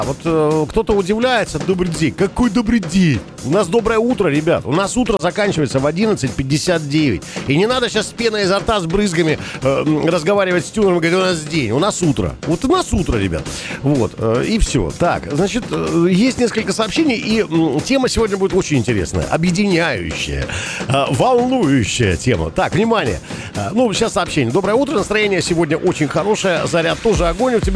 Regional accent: Rostov-on-Don, Rostov Oblast, Russia; в Ростове у нас так вот, ну, своеобразно мы шутим. Вот, мы очень громко, темпераментно разговариваем.

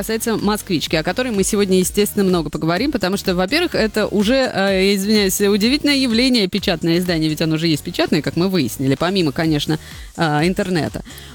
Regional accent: Moscow, Russia; Если я, как москвичка, не смогла его вчера найти

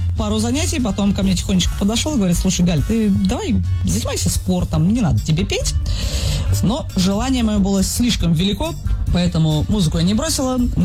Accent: Kaliningrad Oblast, Russia; Я родилась в Калининградской области, училась в школе в небольшом городке на побережье.

